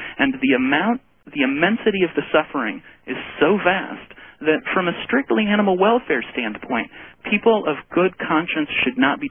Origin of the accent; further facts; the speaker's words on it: Minnesota, United States; I grew up in Minnesota eating fish, and I also grew up fishing for 12 years, land of 10,000 lakes